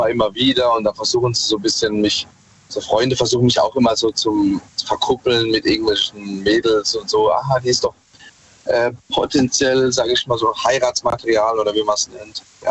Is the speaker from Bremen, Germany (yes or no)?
no; Mannheim, Baden-Württemberg, Germany; Aus Mannheim.